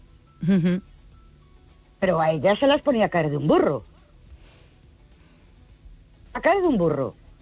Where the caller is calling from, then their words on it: Elche, Valencian Community, Spain; de Elche otra vez.